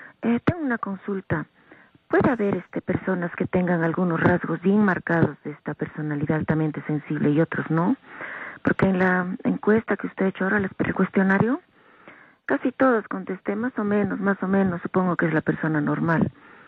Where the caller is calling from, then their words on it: Cusco, Peru; yo vivo en Cusco, ¿no? Cuando viajé a Lima.